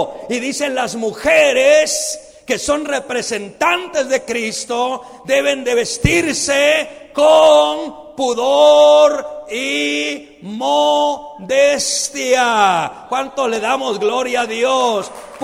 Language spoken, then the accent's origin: Spanish; Guatemala; nuestro lindo país de Guatemala